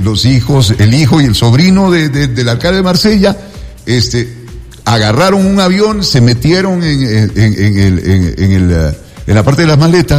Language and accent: Spanish; Ecuador; nos estaban invadiendo a nosotros, a los ecuatorianos